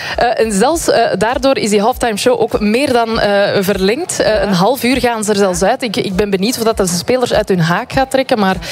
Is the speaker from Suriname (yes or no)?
no; Belgium